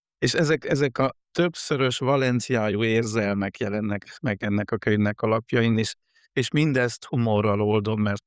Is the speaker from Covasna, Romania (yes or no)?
yes; Covasna, Romania; én kovásznai származású vagyok, Kovászné kis fürdővárosa Kárpát-kanyarban